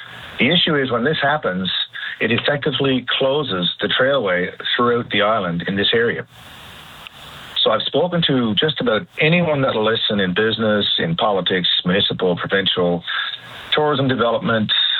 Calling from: Howley, Newfoundland and Labrador, Canada; I'm calling from Howley regarding the trailway network across the province.

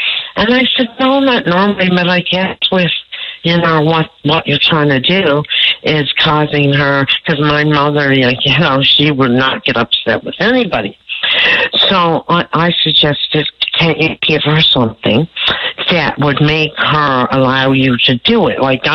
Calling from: Newfoundland and Labrador, Canada; my fellow Newfoundland and Labrador people

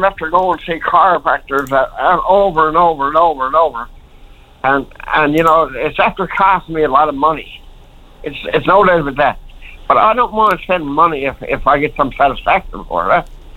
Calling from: St. Lawrence, Newfoundland and Labrador, Canada; I call them from St. Lawrence.

